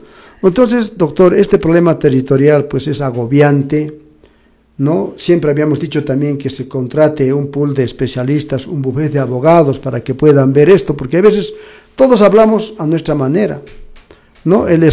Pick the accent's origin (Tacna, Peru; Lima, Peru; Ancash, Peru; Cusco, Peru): Cusco, Peru; Calca; yo lo hago porque quiero a Calca, porque quiero a mi tierra.